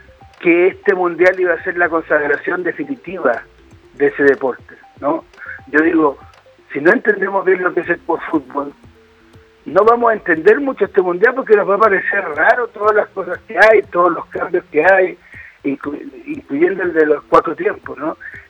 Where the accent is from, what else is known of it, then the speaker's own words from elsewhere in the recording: Chile; moved away as an adult; also born or lived in Argentina; yo vivía en Argentina, escribía sobre la selección argentina en Clarín, pero todos sabían que era chileno